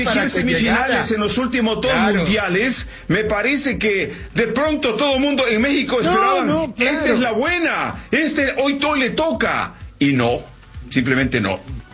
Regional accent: Santa Ana, El Salvador; es santaneco al igual que su servilleta.

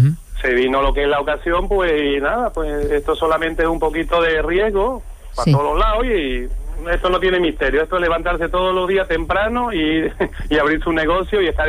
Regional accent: Bolivia; moved away; Porque me vine muy joven, entonces es una cocina muy complicada.

